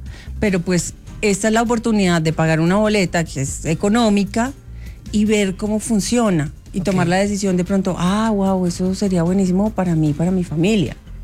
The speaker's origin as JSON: {"language": "Spanish", "town": "Medellín", "region": "Antioquia", "country": "Colombia", "tie": "born or raised there", "lives_now": "Bogotá, Colombia", "said": "En Medellín. Y luego he vivido 30 y pico años aquí en Bogotá. Me siento muy bogotana."}